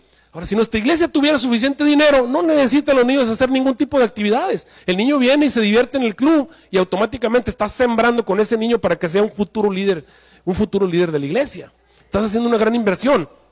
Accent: Mexico; now in United States; Yo crecí en México.

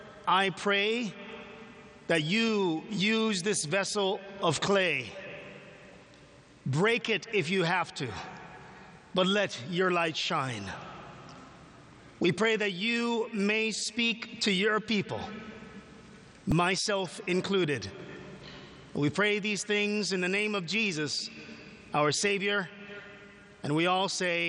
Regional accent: Jamaica; with me being Jamaican

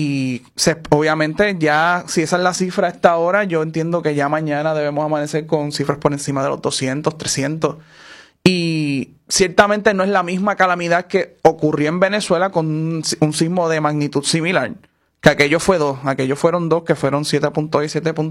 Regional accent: Puerto Rico; Ya Colombia nos abrió la puerta a nosotros como puertorriqueños

